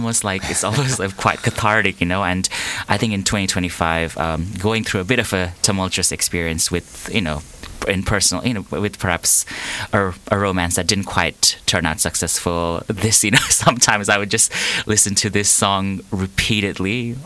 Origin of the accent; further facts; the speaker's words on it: Nepal; moved away; I'm originally from Nepal, and growing up in Nepal, MTV and VH1 was absolute staples after school